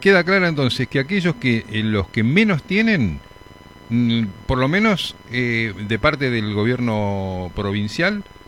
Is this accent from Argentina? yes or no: yes; Argentina; tenemos la viveza criolla nosotros los argentinos, qué lindo país que tenemos, realmente.